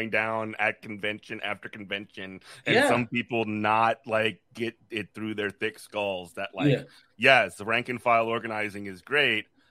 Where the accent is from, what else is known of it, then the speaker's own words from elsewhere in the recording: New Orleans, Louisiana, United States; I'm from New Orleans